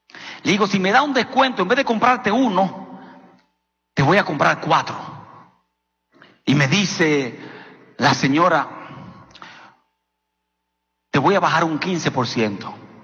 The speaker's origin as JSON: {"language": "Spanish", "country": "Dominican Republic", "said": "Igualmente en mi país, República Dominicana le vende alimentos a Haití y Haití le vende a República Dominicana ropa, productos"}